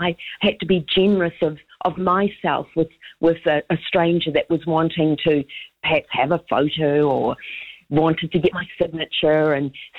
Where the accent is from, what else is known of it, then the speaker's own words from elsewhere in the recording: New Zealand; And I think, you know, being a Kiwi, I think we are friendly people. we're authentic.